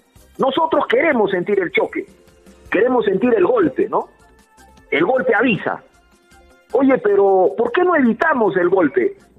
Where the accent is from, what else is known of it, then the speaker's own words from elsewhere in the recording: Peru; Y nuestra idiosincrasia, así somos los peruanos, ¿no?